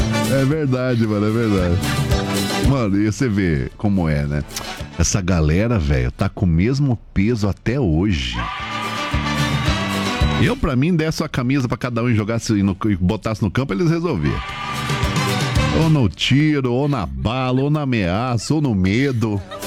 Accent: Brazil; a gente é brasileiro.

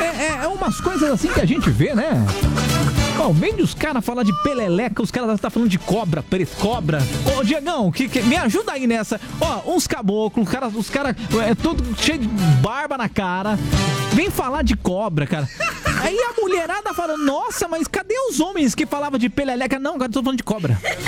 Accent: Itu, São Paulo, Brazil; born there; Eu nasci em Itu.

